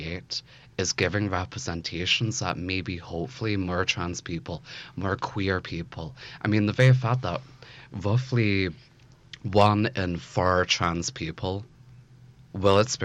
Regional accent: Belfast, Northern Ireland, United Kingdom; born or raised there

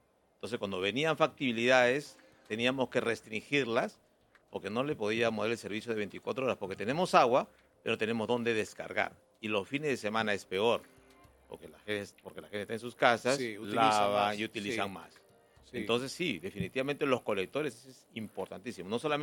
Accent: Lima, Peru; Nosotros como limeños

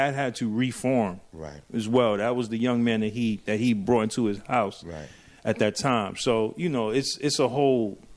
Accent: New York City, New York, United States; also born or lived in Brooklyn, New York / Queens, New York; I'm originally from Harlem, right? Okay. So Harlem raised me, but Queens made me.

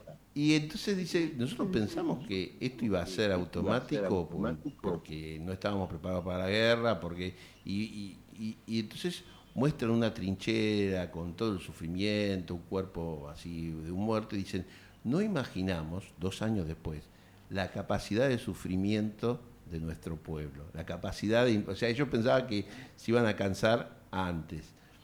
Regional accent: Argentina; los que somos argentinos y argentinas

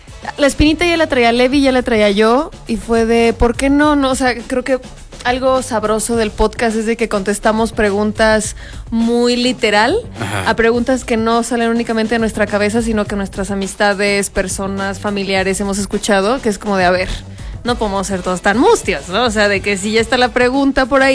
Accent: León, Guanajuato, Mexico; Somos de León.

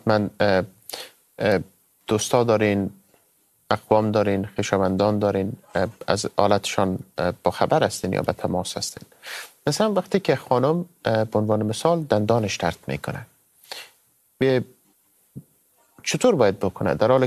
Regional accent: Afghanistan; ما از افغانستان هستیم

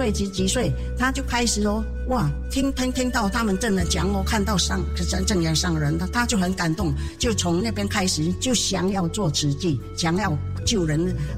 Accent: Philippines; 我们是土生土长的菲律宾华侨。

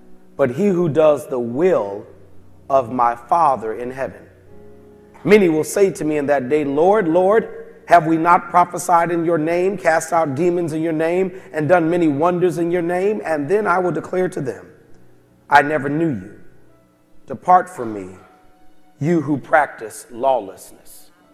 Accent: Springfield, Massachusetts, United States; well, you remember, I came from Springfield, Massachusetts. And if you want to know what Springfield, Massachusetts was like, close your eyes, tell me what you see. So to come from there to here is fabulous.

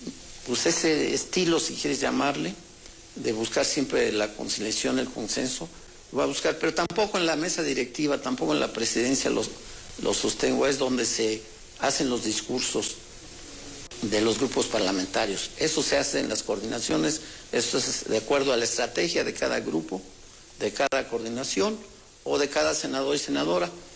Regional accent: State of Mexico, Mexico; Yo, como soy del Valle de México, del altiplano, del centro, en particular del Estado de México, a lo mejor nunca en nuestra región se habla de eso, de la doble nacionalidad.

